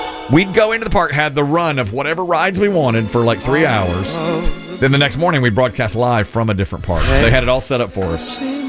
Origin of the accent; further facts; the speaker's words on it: Cedar Rapids, Iowa, United States; I'm from Cedar Rapids.